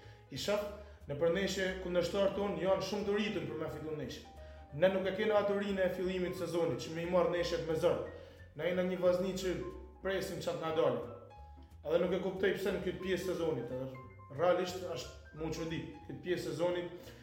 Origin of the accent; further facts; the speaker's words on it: Shkodër, Shkodër County, Albania; si qytetarë Shkodran, jemi tash 20 sa vite pritje të titullit kampion